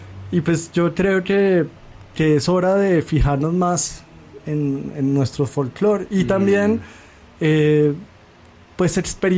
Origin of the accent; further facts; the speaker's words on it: Colombia; also born or lived in Belgium; now in Mexico; yo crecí en Colombia, después viví en Bélgica muchos años